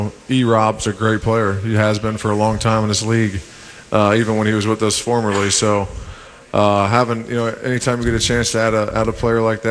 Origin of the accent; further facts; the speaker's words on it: Columbus, Ohio, United States; it was such a blessing just because I grew up in Columbus, so nothing was unfamiliar to me.